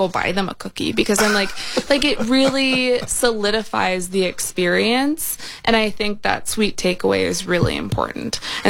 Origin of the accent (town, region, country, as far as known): Minnesota, United States; born or raised there